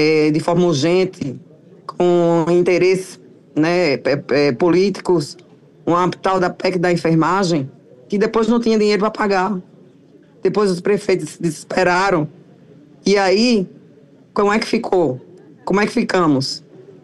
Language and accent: Portuguese; Paraíba, Brazil; eu quero agradecer como paraibana.